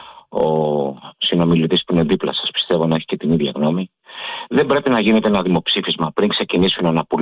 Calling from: Vyronas, Attica, Greece; από Βύρωνα.

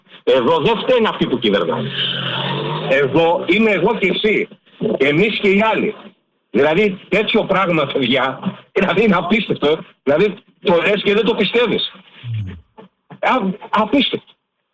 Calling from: Ilion, Attica, Greece; είμαι από το Ήλιον.

